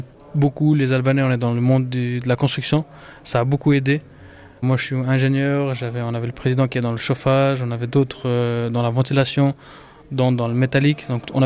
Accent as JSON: {"language": "French", "country": "Switzerland", "tie": "born there", "said": "Non, je suis né ici en Suisse."}